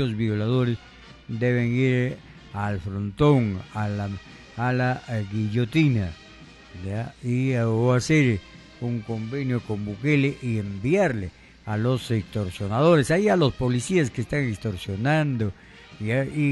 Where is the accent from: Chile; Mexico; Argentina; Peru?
Peru; Reque, Lambayeque; now in Alto Mayo Valley, Peru; en Reque, donde mi pueblo natal, difícil decimos somos de Reque